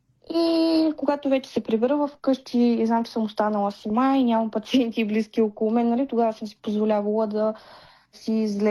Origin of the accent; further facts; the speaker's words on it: Pleven, Pleven Province, Bulgaria; also born or lived in Sofia; аз след завършването си, нали, вече след официално взетия последен държавен изпит, се прибрах по моя роден край, а именно в Плевен.